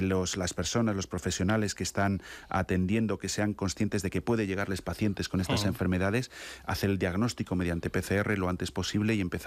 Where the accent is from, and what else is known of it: Castile and León, Spain; born or raised there; moved away